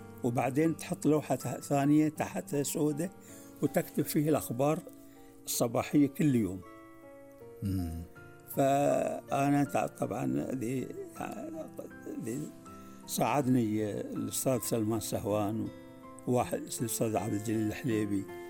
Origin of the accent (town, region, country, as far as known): Bahrain